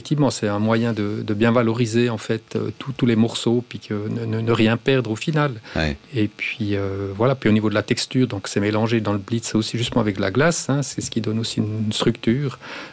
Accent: Jura, Switzerland; moi, en tant que jurassien, on a la saucisse d'Ajoie qui est liée, en fait, à la fête de la Saint-Martin.

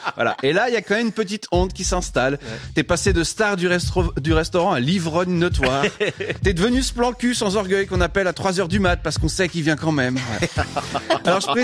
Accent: France; parce que je suis français d'origine et parce que j'ai compris que pour avoir du plaisir à bientôt 40 ans

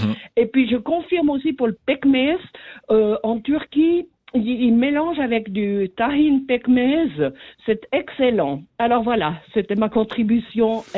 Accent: Switzerland; donc moi je suis pas, je suis Suissesse, hein

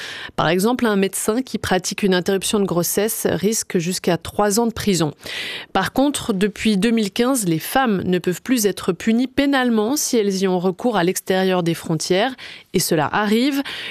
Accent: Switzerland; chez nous en Suisse.

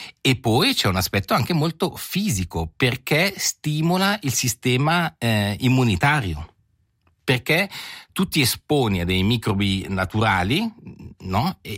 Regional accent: Ponto Valentino, Ticino, Switzerland; Sono nato e cresciuto in Val di Blenio, a Ponto Valentino, oggi comune di Acquarossa

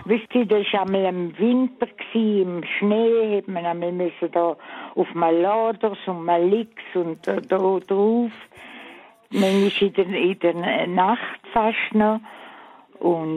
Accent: Chur, Grisons, Switzerland; Ich bin in Chur aufgewachsen.

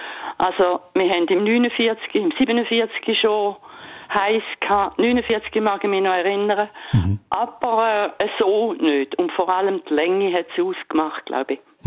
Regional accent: Thurgau, Switzerland; Oh, meine alte Heimat.

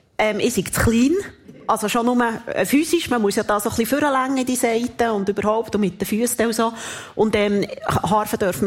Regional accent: Thun, Bern, Switzerland; also ich bin in Thun aufgewachsen

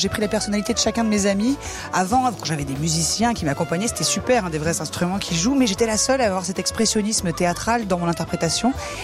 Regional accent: Grand Est, France; je viens des Ardennes, dans le nord-est de la France, près de la Belgique. Et c'est vrai qu'il y avait une grosse culture rock, il n'y avait que des groupes de métal.

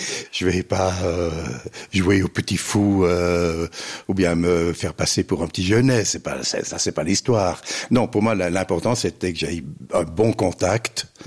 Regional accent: Languidic, Brittany, France; also born or lived in Zurich; now in Fribourg, Switzerland; J'ai fait une cérémonie chez moi, à Languédic, pour tous les gens, nos amis et tout ça.

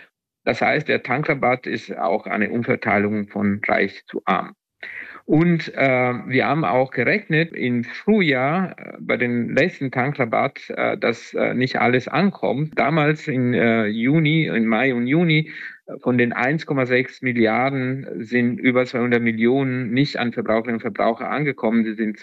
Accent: Italy; German is a second language; Ja, ich bin Italiener, aber ich auch verfolgt die Diskussion.

